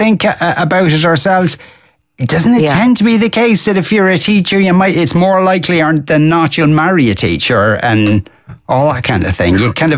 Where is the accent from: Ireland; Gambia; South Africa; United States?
Ireland; Tallaght, Leinster; I was the only dub, and when they heard I was from Tala, they all erupted with delight.